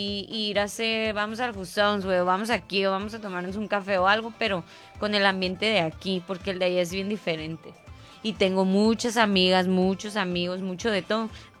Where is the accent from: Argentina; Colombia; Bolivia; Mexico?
Mexico; moved away as an adult; now in Barcelona, Spain; esta es mexicana